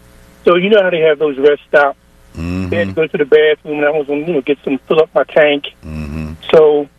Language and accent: English; North Carolina, United States; born there; now in Southwest Philadelphia, United States; I was born in North Carolina